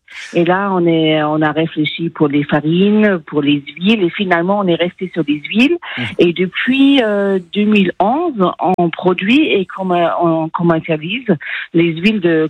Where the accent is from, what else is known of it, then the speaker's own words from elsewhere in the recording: Germany; French is a second language; now in Limeux, France; moi, ça s'entend peut-être un tout petit peu, je ne suis pas originaire berrichonne. À peine. Je viens de l'Allemagne.